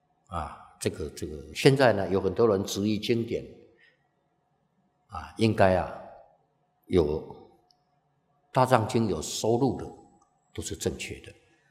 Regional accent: Taiwan; 我们台湾都先喝水

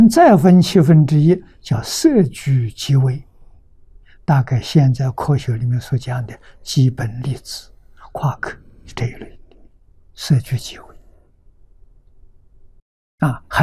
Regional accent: China; 我们中国人

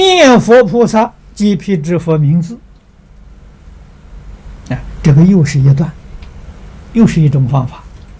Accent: China; 如同我们中国人这个家里面供祖宗的牌位呀一样

